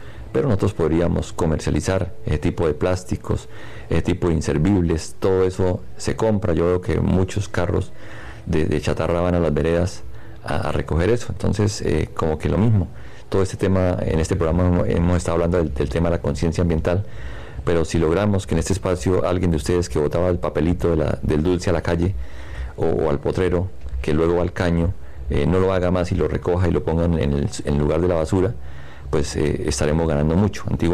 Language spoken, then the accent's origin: Spanish; Colombia; allí en Iscalá Centro, de donde soy